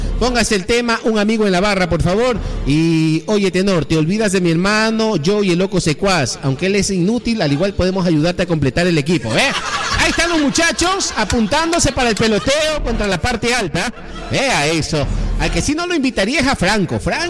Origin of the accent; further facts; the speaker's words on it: Machala, El Oro, Ecuador; Yo soy de Machala City, Ecuador, provincia del Oro.